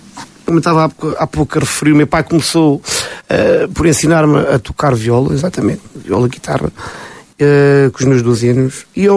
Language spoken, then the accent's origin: Portuguese; Vila Viçosa, Alentejo, Portugal; visto que sou de Vila Viçosa.